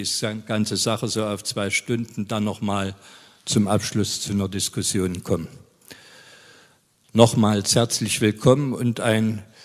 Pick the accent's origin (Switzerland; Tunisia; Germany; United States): Germany; Dresden, Saxony; born there; now in Jena, Germany; bin gebürtiger Dresdner